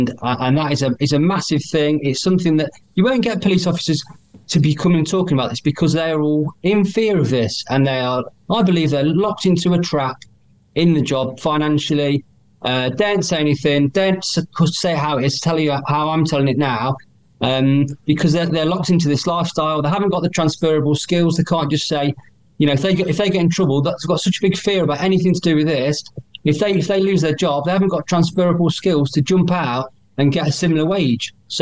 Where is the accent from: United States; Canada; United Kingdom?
United Kingdom; Nottingham, East Midlands; I'm from Nottingham.